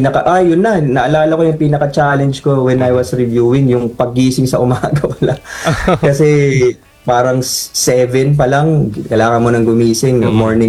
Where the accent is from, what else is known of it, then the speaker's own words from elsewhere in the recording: Eastern Visayas, Philippines; moved away as an adult; now in Manila, Philippines; galing kami sa Leyting, and all of a sudden parang mag-migrate kami kumbaga to Manila.